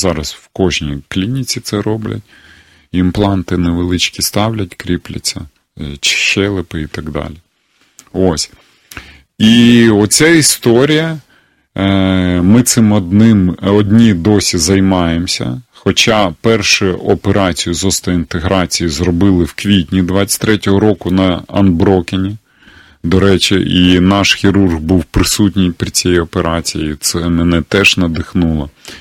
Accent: Kyiv, Ukraine; Ось, а я сам з Києва, чому в Києві нема?

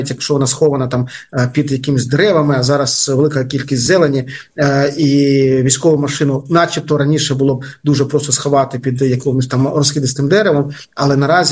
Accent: Kupiansk, Kharkiv Oblast, Ukraine; Минулої доби в моєму рідному Куп'янську ворог знищив там батьківську хату

